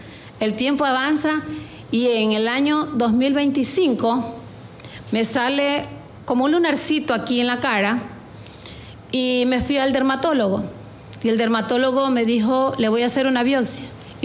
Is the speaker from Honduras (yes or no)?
no; Quevedo, Los Ríos, Ecuador; amo esta ciudad, que me ha visto crecer. Aquí me he preparado. aquí tengo mi familia, aquí tengo mis fincas, pues, con las que yo me sostengo, y aquí también, pues, aquí vivo, aquí paso las 24 horas del día